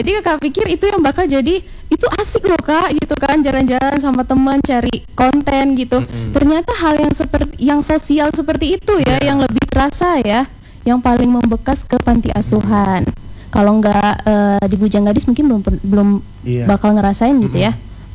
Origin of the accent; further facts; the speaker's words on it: Jambi, Indonesia; Kalau seperti kita yang orang Jambi asli, tahu lahir besar di Jambi